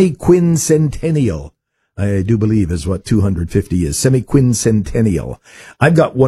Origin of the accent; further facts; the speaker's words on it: Manitoba, Canada; I grew up on the Manitoba-North Dakota border, used to go to a small town in North Dakota called Antler. Man, it was like another world going from Canada down to the United States.